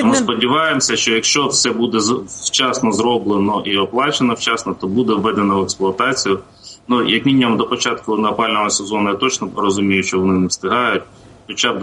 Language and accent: Ukrainian; Kyiv, Ukraine; я як киянин